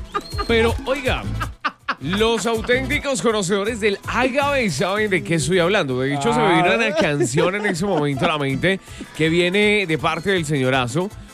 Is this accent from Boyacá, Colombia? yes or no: yes; Tunja, Boyacá, Colombia; Soy de Tunja